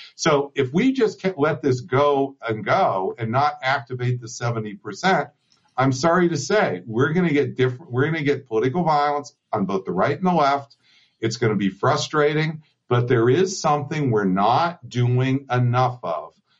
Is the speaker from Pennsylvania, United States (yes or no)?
yes; Erie, Pennsylvania, United States; I'm from Erie, Pennsylvania, Democratic town, blue-collar town, union town.